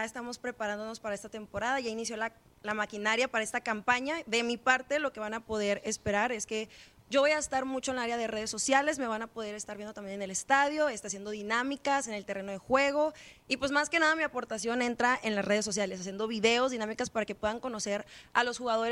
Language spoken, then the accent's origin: Spanish; Nuevo Laredo, Tamaulipas, Mexico; moved away as an adult; now in Tepic, Mexico; soy de Nuevo Laredo, Tamaulipas.